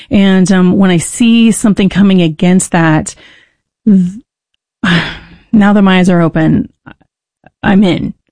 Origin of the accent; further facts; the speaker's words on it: United States; my job as an American, as a mom, as a patriot, is to ensure not just my rights